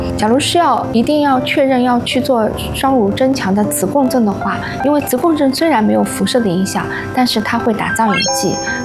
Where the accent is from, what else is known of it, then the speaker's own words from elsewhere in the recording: China; 我们中国人群